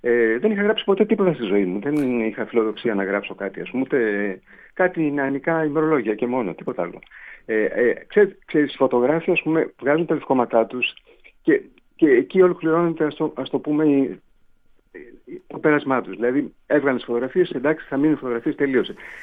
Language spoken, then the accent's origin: Greek; Greece; moved away; Και εγώ όταν έφυγα από την Ελλάδα, τον Σεπτέμβριο του 85 έφυγα, και πήγα και ξαφνικά είδα, ας πούμε, το αντρικό μπλοκ και έπαθα σοκ, έτσι.